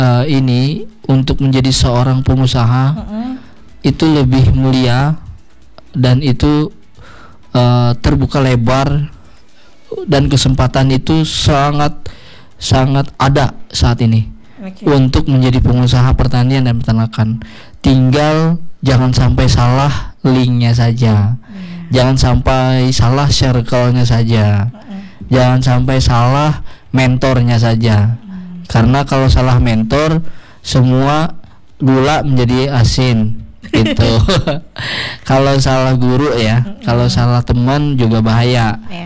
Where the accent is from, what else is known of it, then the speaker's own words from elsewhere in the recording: Central Kalimantan, Indonesia; sebuah karya kita, orang Kalimantan Tengah.